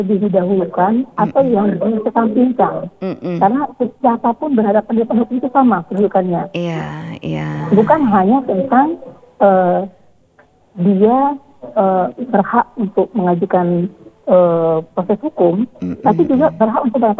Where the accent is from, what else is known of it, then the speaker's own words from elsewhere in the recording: Takengon, Aceh, Indonesia; moved away; apalagi untuk daerah saya ya, Pakengon yang saya cintai, yang selalu saya rindukan di perantauan gitu ya.